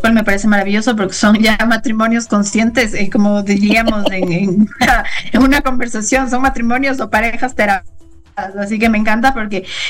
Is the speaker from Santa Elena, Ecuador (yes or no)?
no; Quito, Pichincha, Ecuador; soy quiteña, vivo en Quito